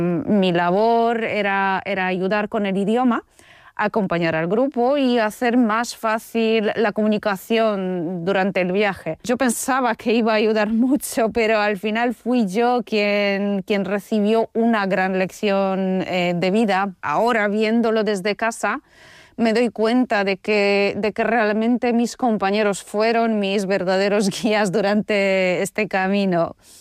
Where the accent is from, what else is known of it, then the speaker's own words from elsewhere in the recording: Poland; Spanish is a second language; moved away as an adult; now in Asturias, Spain; soy polaca y llevo muchos años viviendo en España. Bueno, justo este año cumplo la mitad de mi vida en Polonia y la otra mitad aquí en España. Ahora vivo en Asturias